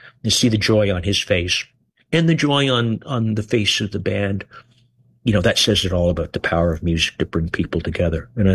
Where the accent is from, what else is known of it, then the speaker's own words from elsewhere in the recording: Canada; I'm a Canadian, you know, and I just saw … play last week